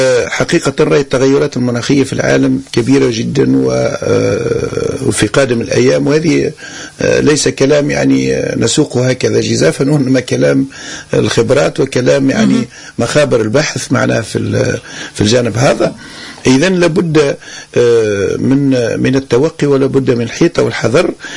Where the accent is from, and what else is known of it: Tunisia